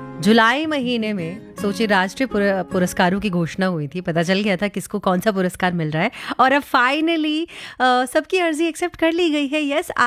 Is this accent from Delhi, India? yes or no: yes; Delhi, India; कोई गल नहीं है जी, हम बड़े खुश हैं क्योंकि तभी तो हम दिल्ली वाले हैं।